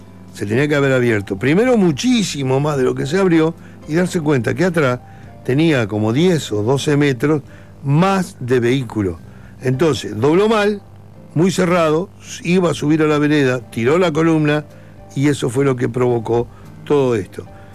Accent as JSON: {"language": "Spanish", "country": "Uruguay", "also_born_or_lived": "Argentina", "said": "soy un ciudadano uruguayo también. Y tengo 80 años."}